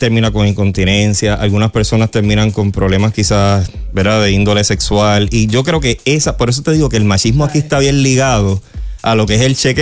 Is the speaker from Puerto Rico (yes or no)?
yes; Puerto Rico